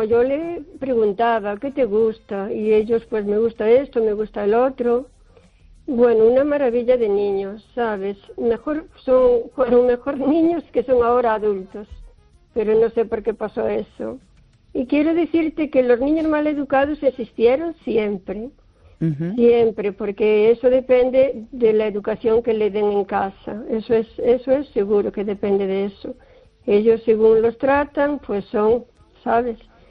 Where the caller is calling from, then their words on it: O Carballiño, Galicia, Spain; de Carballiño.